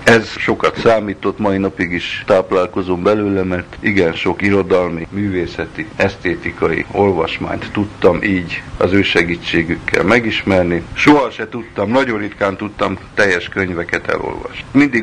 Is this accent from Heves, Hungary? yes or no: no; Győrszentiván, Győr-Moson-Sopron, Hungary; also born or lived in Vízkelet, Slovakia; Hányattatott sors várt ránk, Vízkeletről ki lettünk telepítve, először apám, anyám meg én, aztán a nagyszüleim 1948-ban, és Tóth Komlós közelébe lettek áttelepítve Csanád Albertire, apám pedig Győr-Szent Ivánra került, ott voltunk 10 évig, ott laktunk